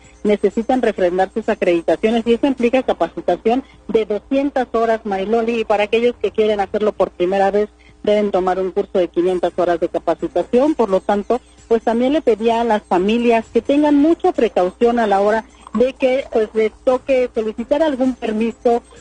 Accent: Puebla, Mexico

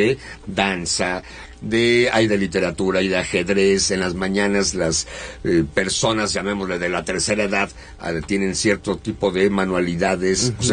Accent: Puebla, Mexico; soy poblano, evidentemente

